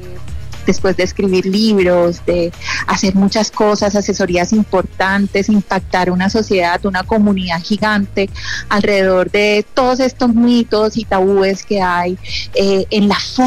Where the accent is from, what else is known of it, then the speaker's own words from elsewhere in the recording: Pereira, Risaralda, Colombia; moved away; nos vemos en Pereira, que esa también es mi tierra, ¿viste? Así que voy así como a casa.